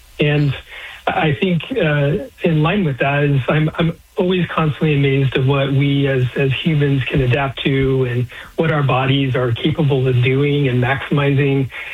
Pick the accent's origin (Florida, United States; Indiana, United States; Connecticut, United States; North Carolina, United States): Florida, United States; Cocoa Beach; I grew up in Cocoa Beach, Florida.